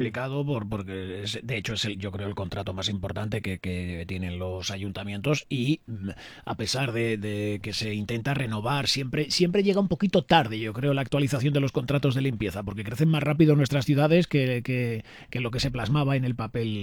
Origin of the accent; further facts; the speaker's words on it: Spain; todos queremos que gane España como españoles.